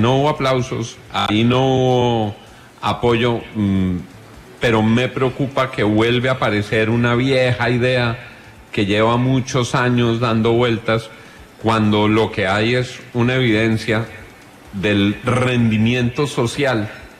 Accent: Colombia; Lo que uno como colombiano dice es, el que obre mal, que la justicia opere.

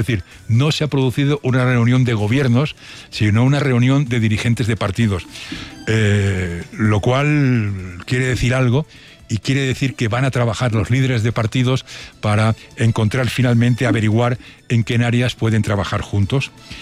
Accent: Barcelona, Catalonia, Spain; Yo recuerdo en Cataluña, por ejemplo, de donde soy de Barcelona, como he dicho varias veces

